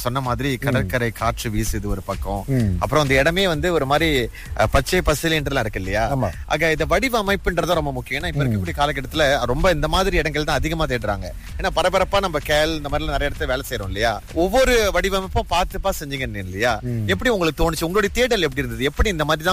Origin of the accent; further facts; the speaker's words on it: Pangkor, Perak, Malaysia; நான் பிறந்த ஊரு ஃபம் த்ரீ வரைக்கும் பங்கூர்ல படிச்சேன்.